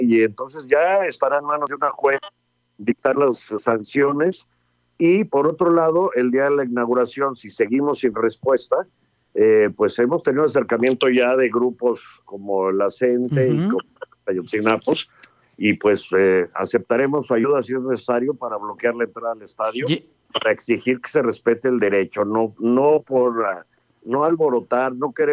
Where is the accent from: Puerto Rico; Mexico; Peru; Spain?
Mexico; nosotros nunca permitiremos como mexicanos, ya no como palcohabientes, como mexicanos